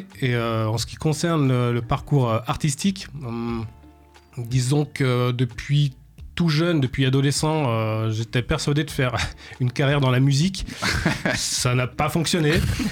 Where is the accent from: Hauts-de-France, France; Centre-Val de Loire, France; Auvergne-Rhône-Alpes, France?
Auvergne-Rhône-Alpes, France; Saint-Étienne; moved away as an adult; now in Clermont-Ferrand, France; non, je suis pas auvergnat. Je suis pas très loin. ouais, je suis stéphanois.